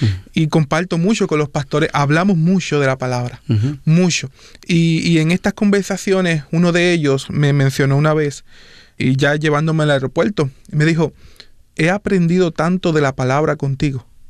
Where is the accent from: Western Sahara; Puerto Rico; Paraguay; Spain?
Puerto Rico; Un tema que en mi país ha sido muy controversial en Puerto Rico.